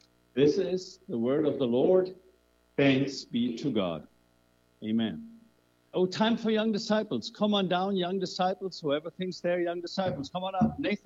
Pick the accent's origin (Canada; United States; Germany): Germany; moved away; I'm from Germany. That's what we play over there.